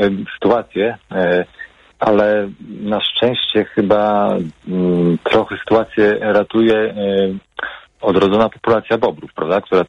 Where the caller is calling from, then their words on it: Podlaskie Voivodeship, Poland; ja ogólnie pochodzę z Podlasia